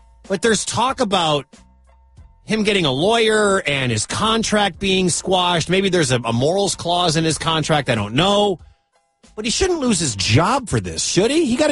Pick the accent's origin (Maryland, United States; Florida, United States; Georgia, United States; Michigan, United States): Michigan, United States; now in Iowa, United States; I'm in the Midwest. I'm in Iowa. I'm from Michigan.